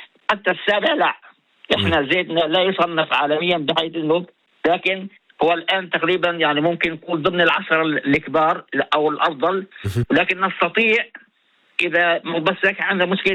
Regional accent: Palestine; عندنا في فلسطين في منطقة طوباس

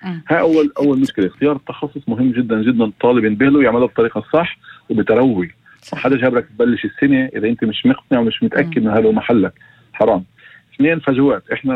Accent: Northern District, Israel; now in Haifa, Israel; انا ابن الشمال وساكن بحيفا, فانا لحالي ساكن بعيد عن اهلي

